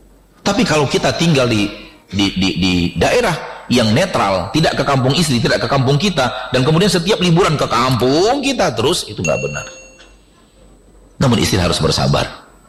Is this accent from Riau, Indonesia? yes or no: yes; Pekanbaru, Riau, Indonesia; Saya orang Pekanbaru, sehingga penilaian saya terhadap kalimat lu dan gue, penilaian orang Pekanbaru. Sementara saya sekarang berada di Blok M, Jakarta.